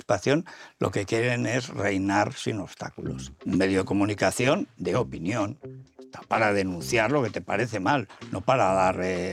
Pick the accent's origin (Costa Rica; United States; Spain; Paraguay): Spain; Orihuela del Tremedal, Aragon; Pues yo nazco en un pueblo en los Montes Universales, que se llama Orihuela del Tremedal, en la provincia de Teruel, en una familia muy humilde. Mi padre era zapatero, mi madre era la maestra del pueblo y soy el primero de 3 hermanos.